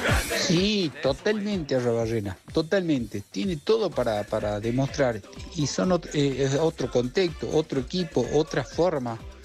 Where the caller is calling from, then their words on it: Salto, Argentina; de Salto.